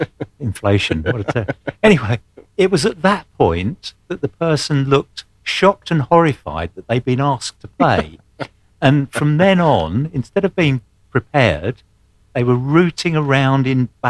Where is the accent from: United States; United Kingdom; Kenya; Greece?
United Kingdom; England; we're very English, aren't we?